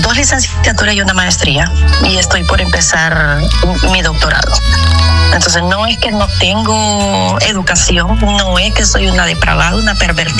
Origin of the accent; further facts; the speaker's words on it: Honduras; y no es que yo me crea europea, porque soy hondureña 100%.